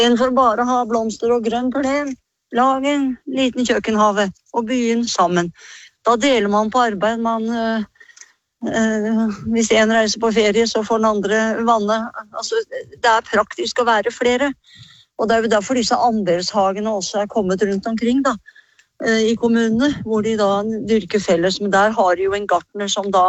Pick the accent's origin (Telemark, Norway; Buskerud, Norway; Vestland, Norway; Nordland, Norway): Telemark, Norway; Skien; jeg har vokst opp midt i Skien